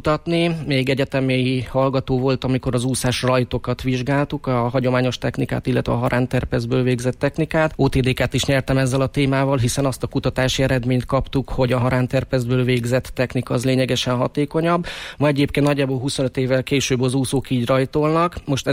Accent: Balassagyarmat, Nógrád, Hungary; idén lesz a 40. Palóc triatlon Balassagyarmaton szülővárosomban.

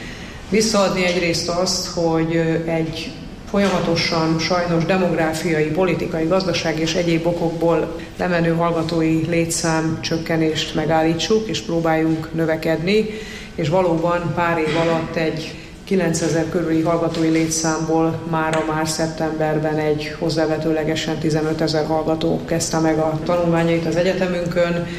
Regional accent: Zalaegerszeg, Zala, Hungary; moved away as an adult; now in Miskolc, Hungary; Zala megyéből származom, Zalaegerszegen születtem, és 1991-ben kerültem Miskolcra.

